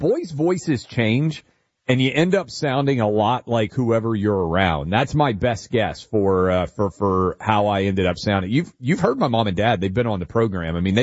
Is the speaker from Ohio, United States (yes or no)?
no; Tennessee, United States; My home state, I early voted. If you haven't, tomorrow is the primary in Tennessee.